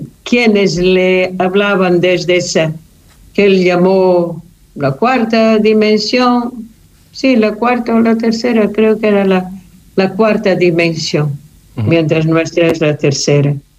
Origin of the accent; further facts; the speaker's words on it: Portugal; born there; first language Portuguese; Spanish is a second language; Pero con frases que en otro sitio de Portugal no existen, pero sí en el sitio donde yo nací, que es el sur de Portugal.